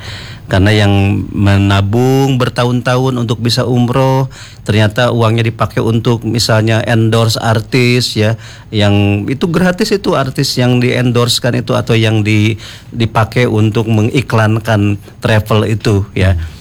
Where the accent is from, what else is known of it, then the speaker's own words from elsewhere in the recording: Bogor, West Java, Indonesia; saya orang Bogor juga itu